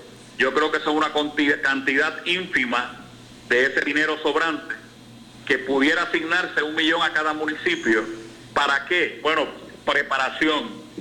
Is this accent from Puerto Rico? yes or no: yes; Puerto Rico; Yo fui alcalde 24 años y yo tuve que vivir la experiencia del huracán María, que fue el impacto más catastrófico en la historia moderna de mi pueblo y de Puerto Rico.